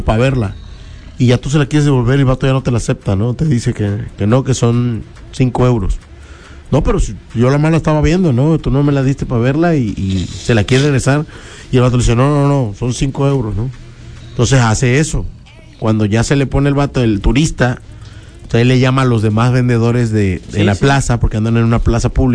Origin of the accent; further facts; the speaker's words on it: Mexico; ya uno como mexicano.